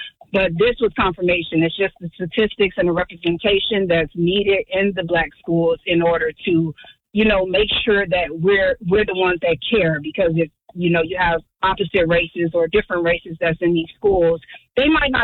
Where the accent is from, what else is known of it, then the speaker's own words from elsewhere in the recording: Florida, United States; now in Milwaukee, United States; So I'm actually new to Milwaukee. I'm from Florida. I'm only here for a good time, not a long time.